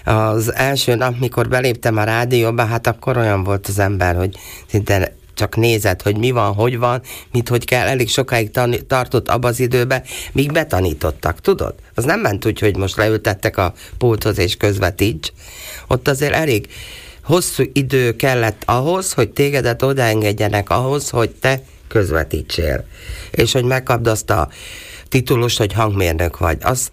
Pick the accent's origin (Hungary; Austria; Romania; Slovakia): Slovakia; Veľké Kapušany, Košice Region; Hát én Nagykaposon születtem, oda jártam alapiskolába, és mikor ott befejeztem az alapiskolát, elmentem Kassára